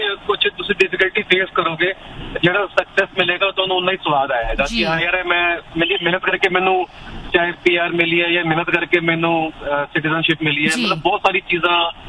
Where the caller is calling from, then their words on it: Canada; ਮੈਂ ਇੱਧਰ ਬੇਸਿਕਲੀ ਮੈਂ ਕੈਨੇਡਾ ਦਾ